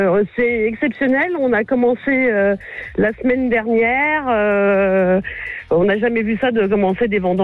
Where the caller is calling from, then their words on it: Vertus, Grand Est, France; Je suis à Vertu, dans la Côte des Blancs.